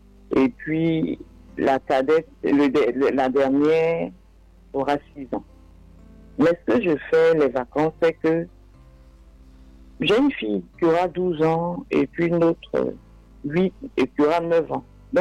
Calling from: Abidjan, Côte d’Ivoire; J'appelle le Yopougon.

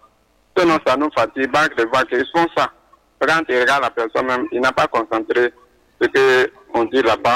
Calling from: Bondoukou, Zanzan, Côte d’Ivoire; Je vous appelle Bandoukou

